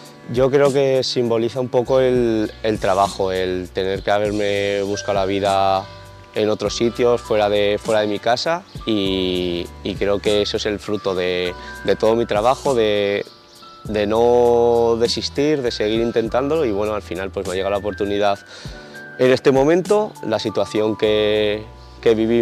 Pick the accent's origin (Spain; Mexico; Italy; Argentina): Spain; Aragon; moved away as an adult; me ha acompañado prácticamente toda la vida hasta que ya salí de Aragón, pero sí que es verdad que siempre que he vuelto aquí siempre se me... vamos, todo el mundo me llama por ese apodo.